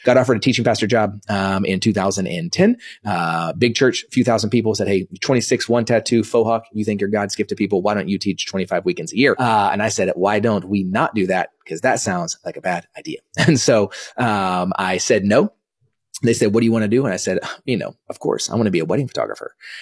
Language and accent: English; Dallas, Texas, United States; born or raised there; also born or lived in Kansas